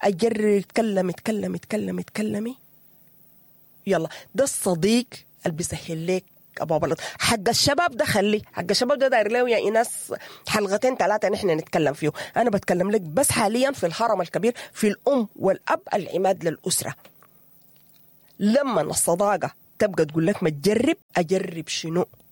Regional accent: Sudan

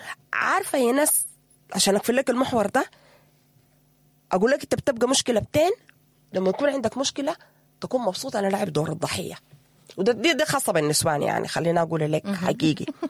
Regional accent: Sudan; نحن كمجتمع سوداني

